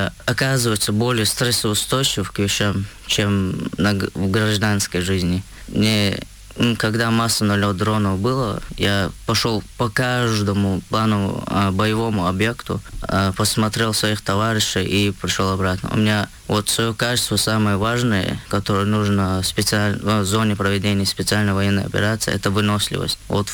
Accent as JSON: {"language": "Russian", "town": "Shuani", "region": "Chechen Republic", "country": "Russia", "tie": "born or raised there", "said": "После завершения службы я приехал в родное село Шуани, еще оно называется."}